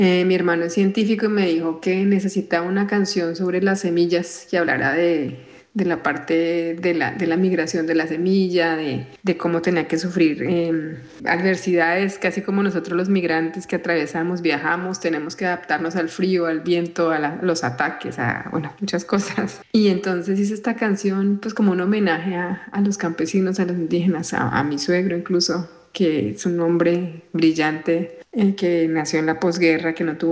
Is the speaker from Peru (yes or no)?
no; Colombia; Y a nosotros como colombianos